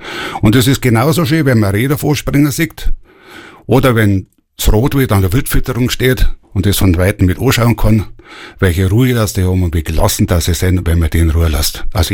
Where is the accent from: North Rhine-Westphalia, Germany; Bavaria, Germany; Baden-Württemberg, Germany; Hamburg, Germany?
Bavaria, Germany; Graswang; Bin ja aus Graswang.